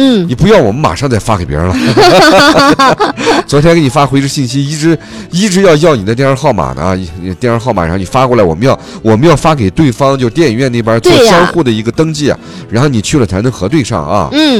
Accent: Xinjiang, China

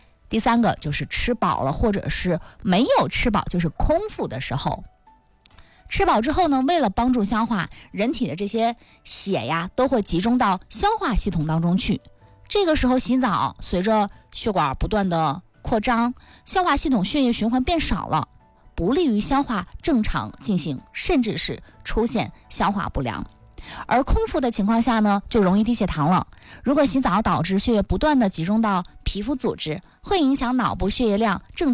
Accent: Northeast China, China; 尤其是我们东北人哈，从小到大都是搓澡的

